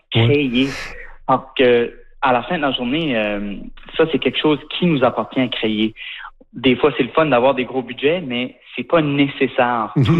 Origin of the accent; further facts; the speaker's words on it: Shediac, New Brunswick, Canada; now in Montreal, Canada; Puis tu sais, moi j'ai grandi à Shediac au Nouveau-Brunswick.